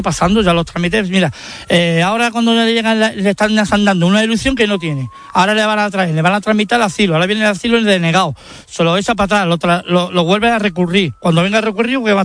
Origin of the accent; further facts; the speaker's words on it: Ceuta, Spain; Yo la lucha que tengo es por mi ciudad, por mis caballas.